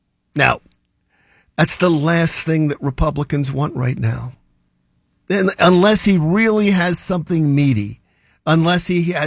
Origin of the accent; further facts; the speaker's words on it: Philadelphia, Pennsylvania, United States; But listen, I grew up in Philadelphia. They cheat on elections all the time.